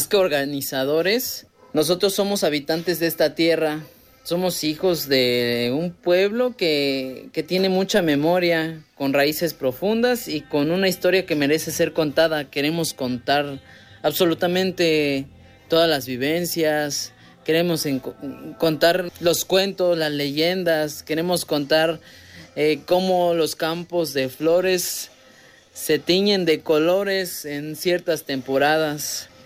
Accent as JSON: {"language": "Spanish", "town": "Rafael Delgado", "region": "Veracruz", "country": "Mexico", "tie": "born or raised there", "said": "Nosotros somos de aquí, de Rafael Delgado, entre las altas montañas de Veracruz."}